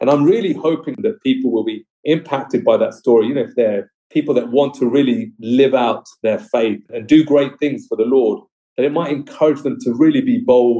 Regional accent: Watford, East of England, United Kingdom; how I grew up in Watford, my experiences of growing up in a Hindu home

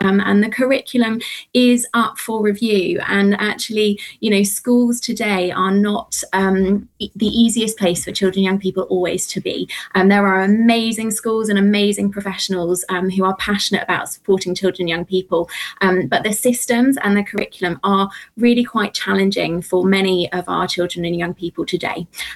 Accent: Bristol, South West England, United Kingdom; born there; now in Buckinghamshire, United Kingdom; I was born in Bristol, and I'm currently in the southeast, in Buckinghamshire, just outside of London. So I'm a southern girl, although yeah. My family roots are Scotland

